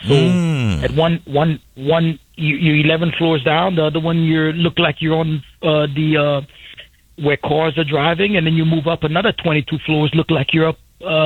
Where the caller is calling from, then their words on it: Chongqing, China; I'm calling from Chongqing, China. I'm in Chongqing, China right now.